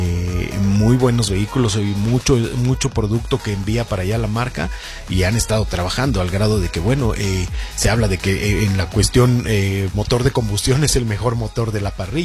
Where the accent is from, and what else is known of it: Mexico